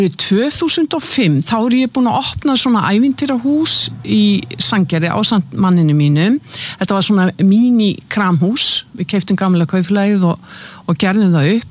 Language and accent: Icelandic; Keflavik, Southern Peninsula, Iceland; Ég fætt 1961, þannig að þegar ég að alast upp og sem unglingur og þegar við vorum krakkar, ég fætt og uppalinn í Keflavík í Bíllabænum